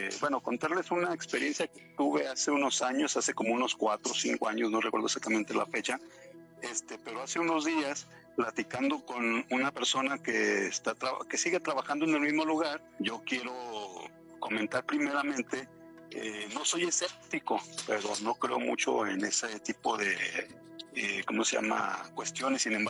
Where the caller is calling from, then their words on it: Aguascalientes, Mexico; La ciudad de Aguascalientes, Aguascalientes.